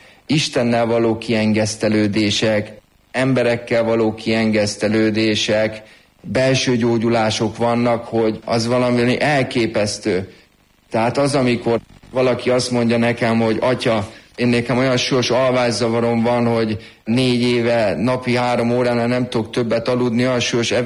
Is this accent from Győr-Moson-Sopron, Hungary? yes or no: yes; Sopron, Győr-Moson-Sopron, Hungary; Soproni származású vagyok